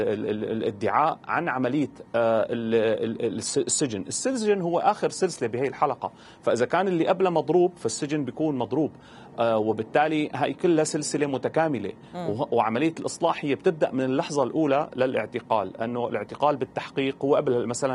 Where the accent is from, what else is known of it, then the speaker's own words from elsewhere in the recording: Syria; هلأ نحن عندنا بسوريا بإشراف وزارة الداخلية